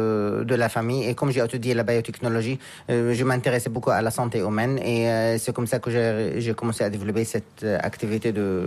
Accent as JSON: {"language": "French", "region": "Tokyo", "country": "Japan", "tie": "born or raised there", "also_born_or_lived": "France", "said": "Je suis d'origine de France, mais que j'ai grandi ici au Japon. Depuis 25 ans à Tokyo"}